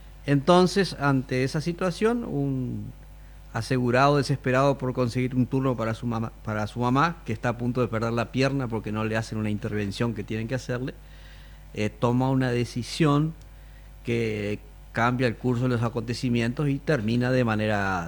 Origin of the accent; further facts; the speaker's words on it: Uruguay; Hace demasiados años que soy uruguayo